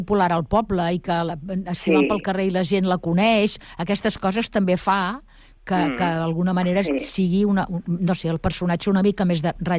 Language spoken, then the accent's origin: Catalan; El Prat de Llobregat, Catalonia, Spain; jo he sigut pregonera de la festa major del meu poble, del Prat de Llobregat